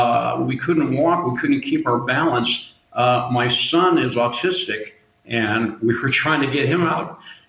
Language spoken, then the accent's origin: English; California, United States; now in Cali, Colombia; I am from California. So I grew up with earthquakes.